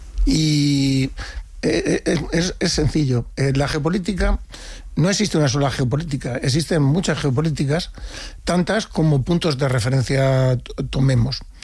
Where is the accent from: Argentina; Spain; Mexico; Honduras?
Spain; Somos los españoles somos empáticos.